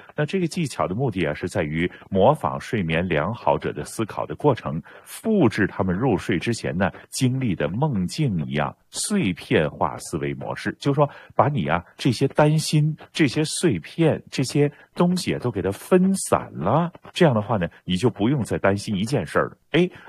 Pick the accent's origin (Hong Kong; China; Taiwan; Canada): Canada